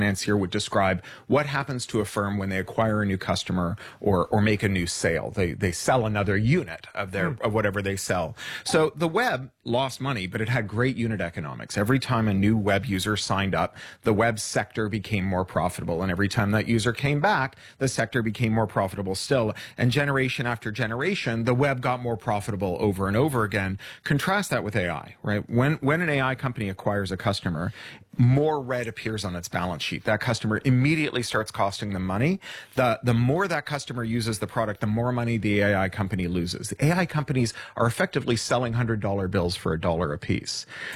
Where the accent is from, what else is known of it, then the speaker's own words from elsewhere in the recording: Canada; now in Los Angeles, United States; I'm Canadian, and I live there.